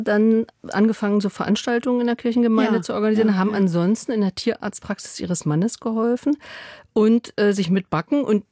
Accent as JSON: {"language": "German", "region": "West Germany", "country": "Germany", "said": "ich komme aus dem Westen."}